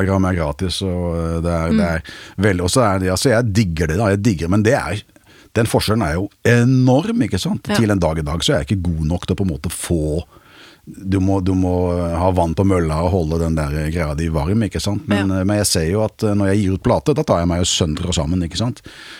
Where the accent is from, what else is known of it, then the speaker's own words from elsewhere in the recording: Nesodden, Akershus, Norway; jeg vokste opp på Nesodden, da, det derfor jeg sier inn I Oslobyen.